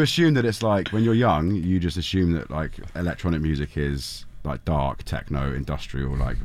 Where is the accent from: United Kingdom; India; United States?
United Kingdom; London; Yeah, in London. Yeah, we grew up in London.